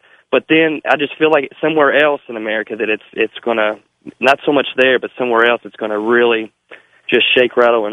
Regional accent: Kentucky, United States; And I'm originally from Western Kentucky

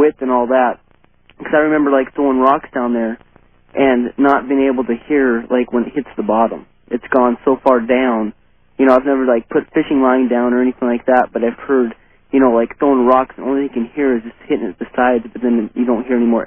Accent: Seattle, Washington, United States; from Seattle.

